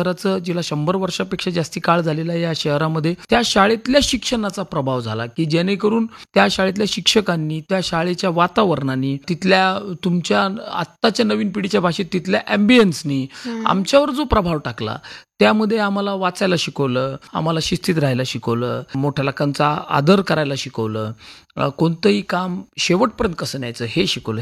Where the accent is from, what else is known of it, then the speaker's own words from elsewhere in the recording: Chhatrapati Sambhajinagar, Maharashtra, India; माझं सगळं बालपण या छत्रपती संभाजीनगर मध्ये गेलं आणि जवळपास जुन्या गावामध्ये, ज्याला तुम्ही गुलमंडी, राजा बाजार, समर्थनगर अशा ठिकाणी माझं बालपण गेलं. आणि तिथंच माझी जी शाळा होती ती सरस्वती भुवन, ही शाळा